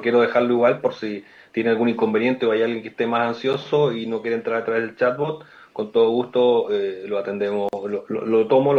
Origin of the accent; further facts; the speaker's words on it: Santiago, Santiago Metropolitan Region, Chile; me gusta turistear como buen santiaguino